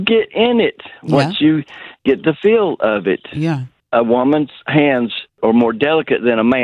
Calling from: North Carolina, United States; I'm calling from North Carolina.

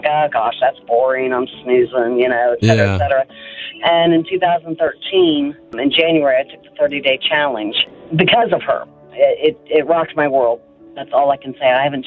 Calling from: Centerville, Ohio, United States; I am calling from Centerville, Ohio.

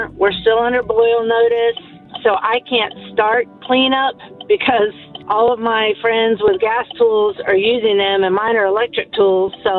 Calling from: Pensacola, Florida, United States; I'm calling from Pensacola, Florida.

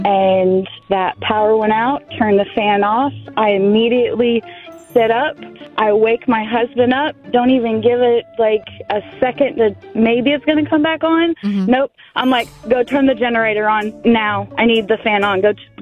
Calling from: Pensacola, Florida, United States; I'm calling from Pensacola, Florida.

